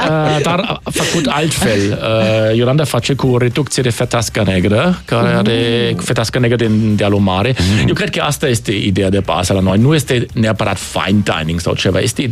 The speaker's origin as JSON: {"language": "Romanian", "town": "Nuremberg", "region": "Bavaria", "country": "Germany", "tie": "born or raised there", "second_language": "Romanian", "moved": "yes", "lives_now": "Romania", "said": "eu sunt original din Bavaria și din Nürnberg"}